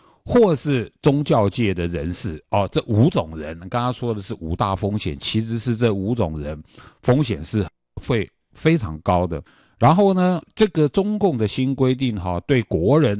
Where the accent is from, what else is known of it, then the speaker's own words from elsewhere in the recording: Taiwan; 我们台湾人